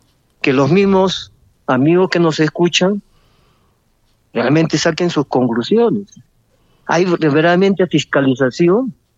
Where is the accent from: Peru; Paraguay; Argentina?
Peru; nosotros, como peruanos, tenemos que proteger nuestros intereses